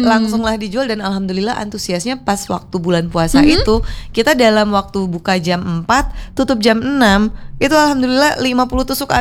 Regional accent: Palembang, South Sumatra, Indonesia; now in Bandung, Indonesia; Aku orang Palembang.

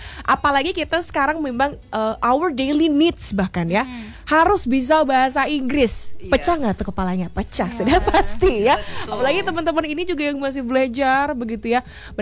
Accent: Indonesia; walaupun kita orang Indo, lahirnya di Indo, KTP Indo, begitu ya, kakaknya di Indo, semua di Indo

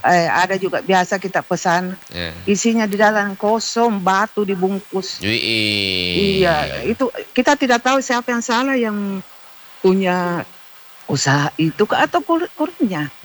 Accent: South Sulawesi, Indonesia; Kita ini Bugis Makassar memang harus lebih dalam itu ilmu sirit napace

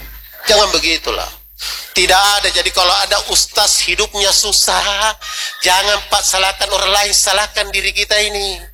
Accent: South Sulawesi, Indonesia

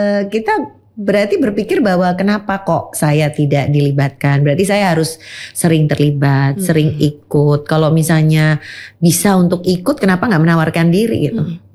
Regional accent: Semarang, Central Java, Indonesia; Dan dipercayakan pada saya orang Semarang gitu loh.

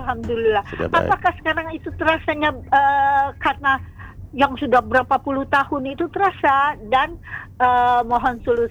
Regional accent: Lembang, West Java, Indonesia; Cuma saya waktu di tempat dingin, kota saya di Lembang itu dingin, itu terasa agak apa ya, nyeri.

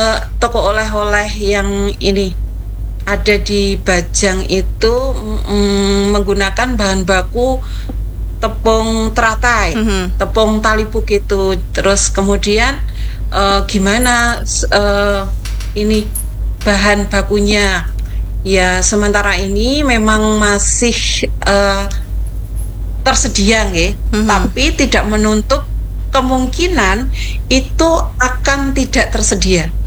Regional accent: Java, Indonesia; saya itu orang Jawa tapi masakan Banjar suka, Bu.

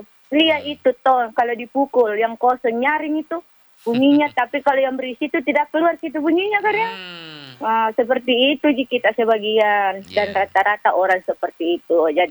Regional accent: South Sulawesi, Indonesia; kita orang Bugis Makassar

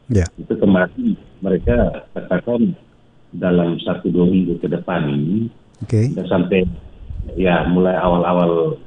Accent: Rote, East Nusa Tenggara, Indonesia; kita sebagai warga Rote

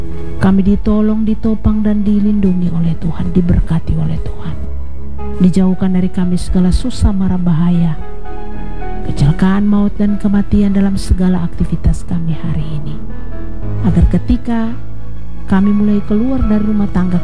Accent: Alor, East Nusa Tenggara, Indonesia; untuk kami orang Alor

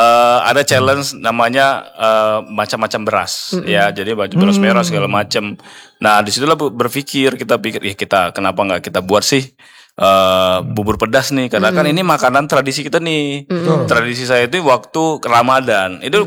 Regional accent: Tanjung Balai, North Sumatra, Indonesia; jadi kita memang Melayu Tanjung Balai, di mana kita dulu pernah tinggal di Sungai Dua itu kan.

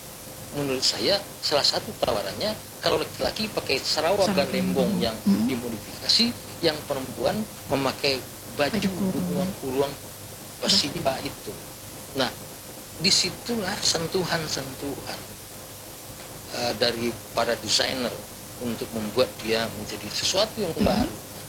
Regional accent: West Sumatra, Indonesia; Kita punya jati diri sebagai orang Minang, kita kenali, lalu kita cintai, dan kita banggakan.

